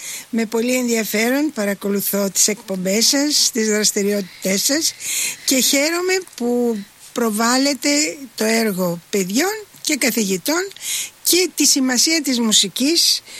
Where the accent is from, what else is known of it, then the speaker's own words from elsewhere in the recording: Chalandri, Attica, Greece; moved away; also born or lived in Paris; γεννήθηκα στο Εθνικό Οδείο Χαλανδρίου μέσα, γιατί η μαμά μου, η μητέρα μου το ίδρυσε το 1942 μαζί με τον δάσκαλό της, τον Μανώλη Καλομύρη.